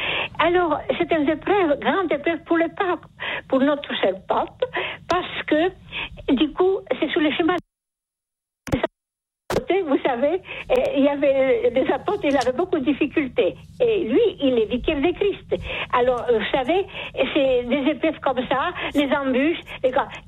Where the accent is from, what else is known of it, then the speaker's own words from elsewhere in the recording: Poland; French is a second language; now in France; Je suis polonaise, je m'excuse. Alors, des fois j'accente qui n'est pas bon.